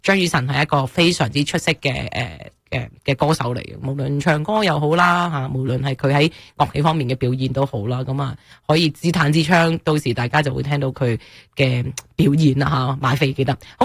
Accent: Canada; 作为一个加拿大人

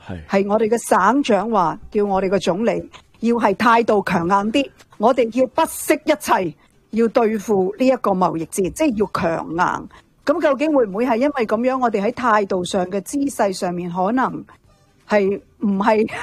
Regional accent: Canada; 我哋加拿大人呢一期又放宽咗喎

